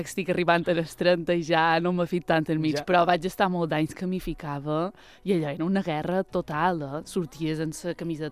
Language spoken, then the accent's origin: Catalan; Petra, Balearic Islands, Spain; va ser una infància molt guapa, entre fora Vila i Petra.